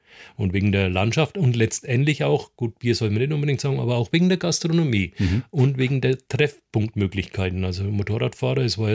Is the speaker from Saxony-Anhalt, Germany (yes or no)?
no; Hochstau, Bavaria, Germany; Kadi in Heggenhof, Kult in der fränkischen Schweiz. Heggenhof ist die Nachbarortschaft von Hochstau, wo ich aufgewachsen bin. Deswegen sage ich das so gerne.